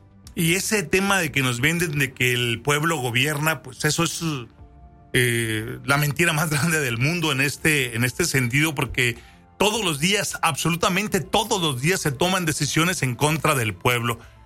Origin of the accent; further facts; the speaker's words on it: Mexico; es necesario que todos como mexicanos entendamos cómo están pasando todas estas cosas